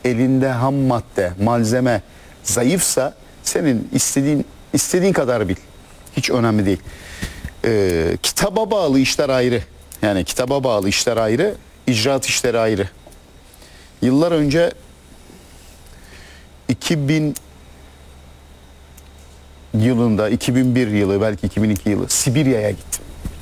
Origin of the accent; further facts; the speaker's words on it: Alaşehir, Manisa, Turkey; Kendi kendime dedim ki Allah'ım, daha önce buraya acaba dedim bir Alaşehirli gelmiş midir? Ben Alaşehirliyim diye.